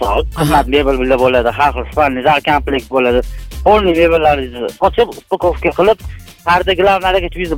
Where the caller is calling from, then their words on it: Tashkent, Uzbekistan; Toshkentdanman.